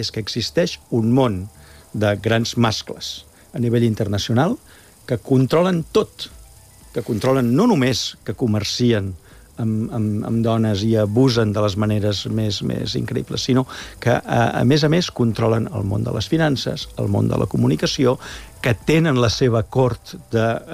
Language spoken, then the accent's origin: Catalan; Catalonia, Spain; Evidentment, no només la traducció, sinó que ho hem de reivindicar com a catalans, perquè els catalans portem en el nostre ADN